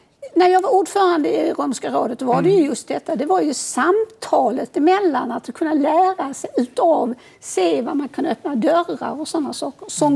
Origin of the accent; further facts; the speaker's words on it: Sweden; jag är svensk, jag är inte rom.